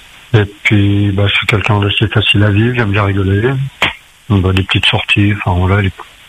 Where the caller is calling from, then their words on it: Le Tampon, Réunion; Je suis aux oreilles, j'habite au Tampon.